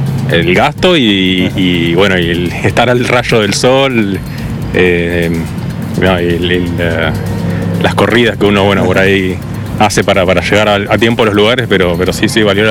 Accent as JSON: {"language": "Spanish", "country": "Argentina", "said": "Vine de Argentina a verlo y nada, impresionante la verdad"}